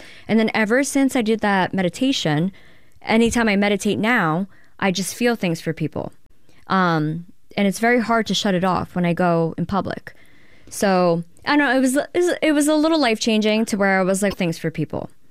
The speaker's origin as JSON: {"language": "English", "region": "New York", "country": "United States", "tie": "born or raised there", "said": "I grew up in the Hudson Valley. So the Hudson Valley is known for aliens and UFOs."}